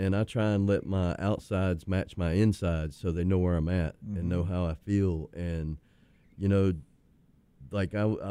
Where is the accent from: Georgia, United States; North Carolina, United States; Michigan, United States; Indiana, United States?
North Carolina, United States; now in Arizona, United States; I'm from the Appalachian Mountains of North Carolina